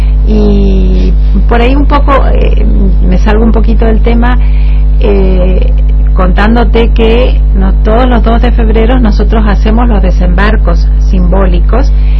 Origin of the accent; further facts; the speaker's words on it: Argentina; born there; Yo ya soy nacida acá, obviamente, pero tengo como el corazón dividido, ¿no? Orgullosamente argentina, pero tengo esa raíz.